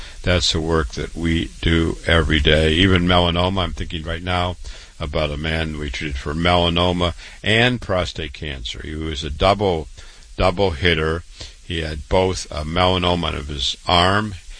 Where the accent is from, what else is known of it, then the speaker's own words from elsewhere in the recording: Waterloo, Iowa, United States; now in New York, United States; born and raised in Waterloo, Iowa